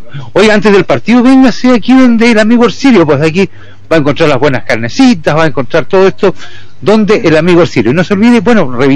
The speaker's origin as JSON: {"language": "Spanish", "country": "Spain", "said": "No, no, yo soy de España."}